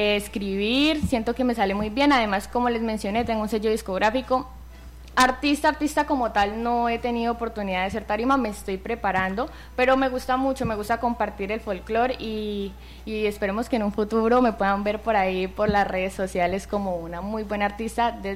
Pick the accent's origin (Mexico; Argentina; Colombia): Colombia; Meta; born there; also born or lived in Tame, Arauca; yo realmente soy nacida en Tame, Arauca, agradecida con el Meta porque fue ese departamento quien me adoptó